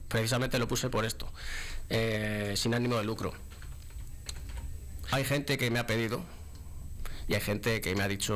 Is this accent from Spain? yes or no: yes; Santa María, Castile and León, Spain; porque somos todos amigos de Santa María.